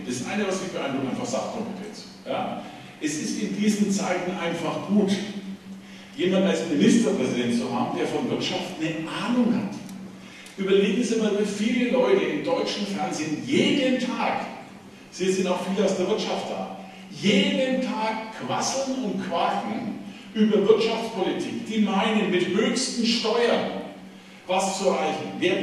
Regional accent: Saxony, Germany; ein schöner Harz, aber ich bin aus Sachsen, ich hoffe, das ist okay.

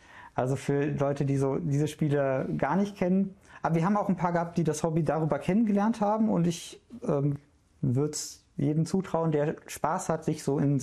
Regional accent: Duisburg, North Rhine-Westphalia, Germany; Antwort ist, ich komme aus Duisburg, die lange ist halt, ich bin viel umgezogen.

